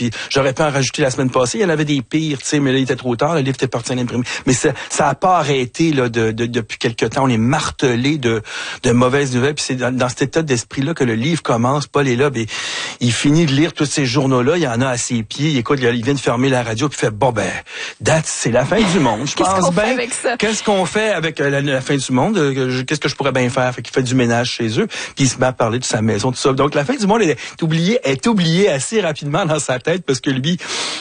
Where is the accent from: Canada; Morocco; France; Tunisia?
Canada; Montreal, Quebec; born or raised there